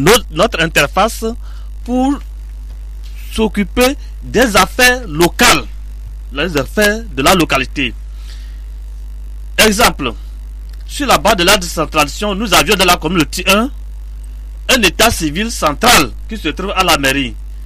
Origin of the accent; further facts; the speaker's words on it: Togo; notre pays le Togo